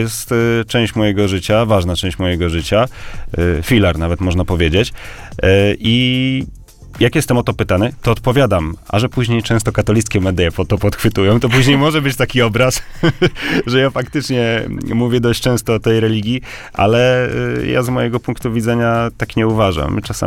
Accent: Zielona Góra, Lubusz Voivodeship, Poland; moi to z Podola, dlatego że no, ja pochodzę z Zielonej Góry, także wiadomo. Przesiedleńcy i tak dalej.

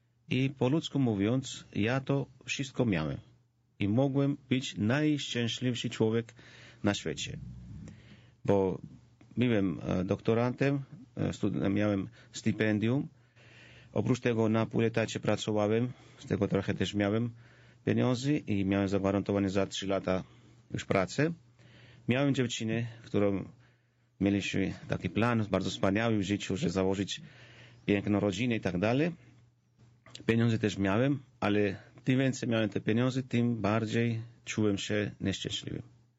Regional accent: Georgia; Polish is a second language; moved away; Ja jestem Gruzinem, jak już nazwisko też wskazuje. Urodziłem się i wychowałem się w Gruzji.

